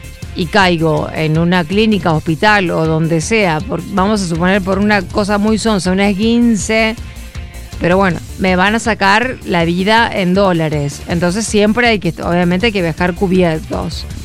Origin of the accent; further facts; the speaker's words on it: Argentina; yo como argentina he tenido la posibilidad de viajar a muchos países del extranjero